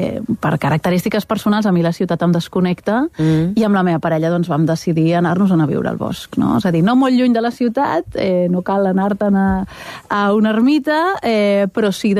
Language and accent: Catalan; Barcelona, Catalonia, Spain; És a dir, jo he crescut a Barcelona, no? I per tant, doncs, era de les famílies que quan podia marxàvem d'excursió al Montseny, no?